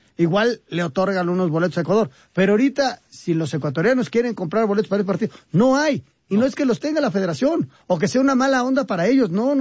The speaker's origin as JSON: {"language": "Spanish", "country": "Mexico", "said": "Y ojalá nosotros, como mexicanos, que gane México. Porque aparte estamos en casa, ¿no?"}